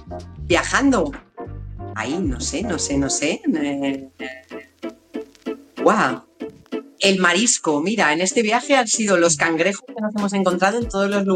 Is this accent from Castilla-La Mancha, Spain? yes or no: yes; Guadalajara, Castilla-La Mancha, Spain; es de la misma provincia que somos nosotros, somos de Guadalajara.